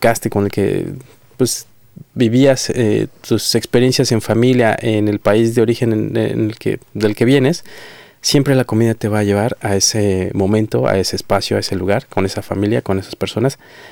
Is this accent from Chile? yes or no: no; Mexico; now in Australia; esa esencia que tenemos como mexicanos al estar aquí en Australia?